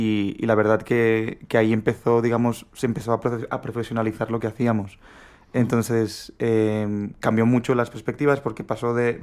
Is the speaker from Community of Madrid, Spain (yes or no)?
no; Catalonia, Spain; es que yo soy catalán